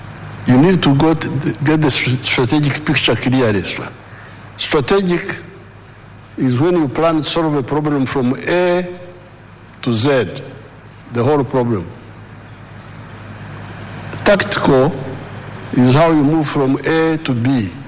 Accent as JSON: {"language": "English", "town": "Ntungamo", "region": "Western Region", "country": "Uganda", "said": "And I can describe, because I'm from Ntungamo. Ntungamo, all of us were in the Okore Chidachonga."}